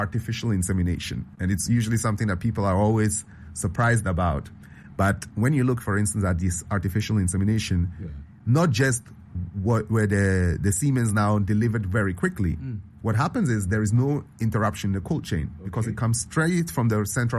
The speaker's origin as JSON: {"language": "English", "country": "Ghana", "said": "Firstly, for myself, I'm Ghanaian, and I want to drive modern 21st century technologies in Ghana, right?"}